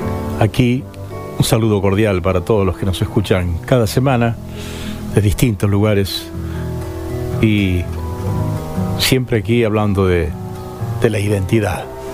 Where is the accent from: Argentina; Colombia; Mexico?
Argentina; Tres Arroyos, Buenos Aires Province; now in Buenos Aires, Argentina; 50 años en Buenos Aires, todos los que están en el folclore, en el ambiente, saben que soy de Tres Arroyos